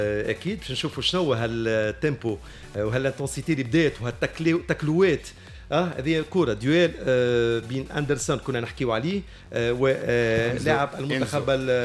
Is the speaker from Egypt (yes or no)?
no; Tunisia; انا كمواطن تونسي